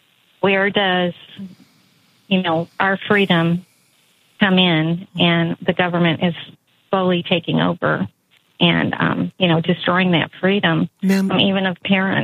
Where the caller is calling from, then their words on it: Franklin, Kentucky, United States; I'm calling from Franklin, Kentucky, which is right on the border of Tennessee.